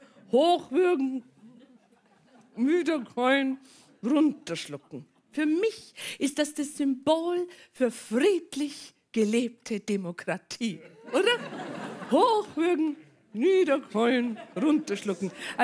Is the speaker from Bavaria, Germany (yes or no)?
yes; Bavaria, Germany; ich bin aus Bayern, ich gebe es offen zu, ich liebe Bayern.